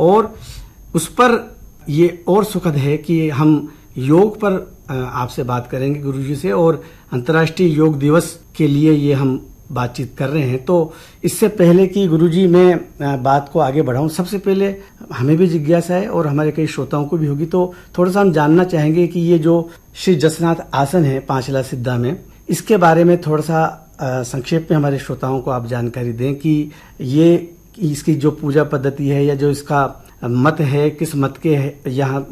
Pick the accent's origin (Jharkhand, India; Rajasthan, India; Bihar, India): Rajasthan, India; Nagaur; हमारे गांव नागौर